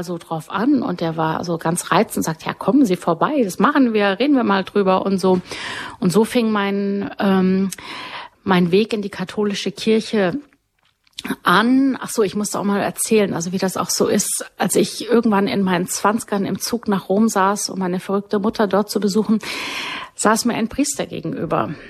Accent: Bavaria, Germany; Berufsbedingt durch meinen Mann kam hier ins Rheinland. Das war mir als Bayer irgendwie alles ganz fremd.

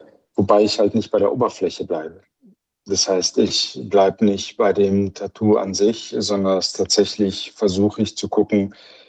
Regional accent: Spain; Ich bin in Spanien groß geworden. Meine Eltern sind mit mir ausgewandert, als ich 4 Jahre alt war.

